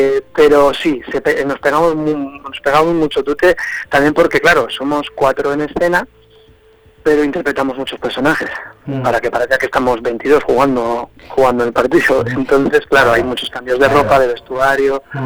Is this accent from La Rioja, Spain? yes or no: yes; Logroño, La Rioja, Spain; moved away; also born or lived in Pamplona; yo soy de Logroño.